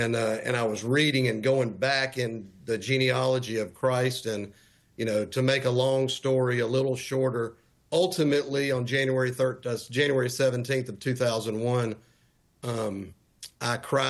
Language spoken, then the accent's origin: English; the South, United States; I grew up, and you can tell by my accent, I am not from New York. So I grew up in the Bible Belt in the South. And grew up very Jewish, though.